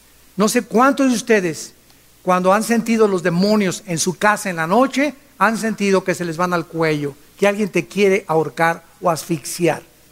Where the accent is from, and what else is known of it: Acapulco, Guerrero, Mexico; born or raised there